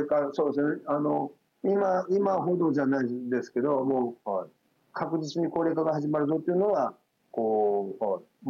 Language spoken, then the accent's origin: Japanese; Nagoya, Aichi, Japan; moved away as an adult; now in Tōkai, Japan; 私、名古屋の南区で生まれ育って